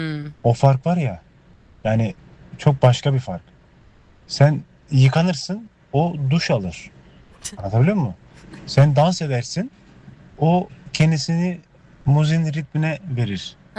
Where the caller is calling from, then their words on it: Berlin, Germany; ben, Berlin'den.